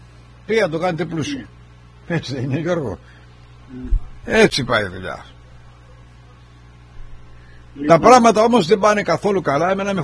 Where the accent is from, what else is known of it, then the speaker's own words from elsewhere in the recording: Kefalonia, Ionian Islands, Greece; now in United States; Γιατί είμαι κεφαλονίτης, νησιώτης